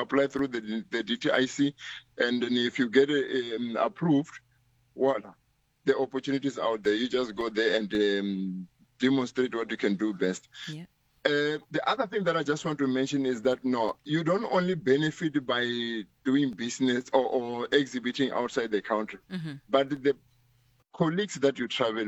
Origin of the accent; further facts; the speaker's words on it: South Africa; as a South African